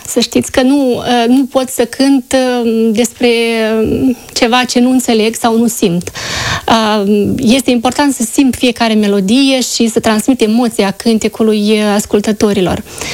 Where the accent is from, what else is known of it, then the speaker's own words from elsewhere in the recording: Moldova; se înțelege că sunt din Basarabia, din Moldova.